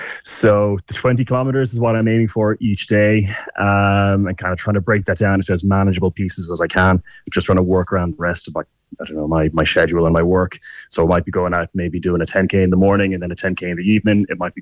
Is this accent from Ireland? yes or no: yes; Galway, Connacht, Ireland; now in Dublin, Ireland; I'm based with the army up in Dublin. I'm from Galway.